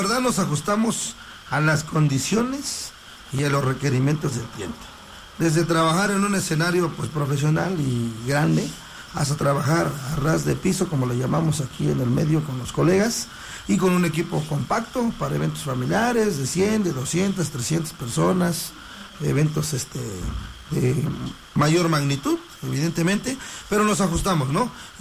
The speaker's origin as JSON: {"language": "Spanish", "country": "Mexico"}